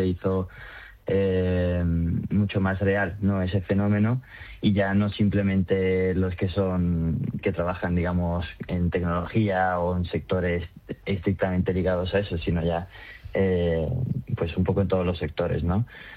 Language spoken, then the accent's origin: Spanish; Italy; Spanish is a second language; now in Fuengirola, Spain; No, claro, es que es muy sencillo, es el motivo, yo soy italiano, o sea que es el motivo por el que todos venimos aquí, ¿no?